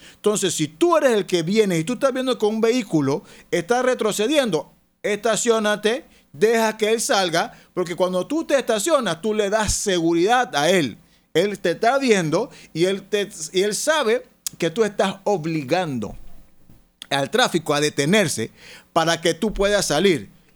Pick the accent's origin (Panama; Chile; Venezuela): Panama; Colón; como colonense, como persona, como panameño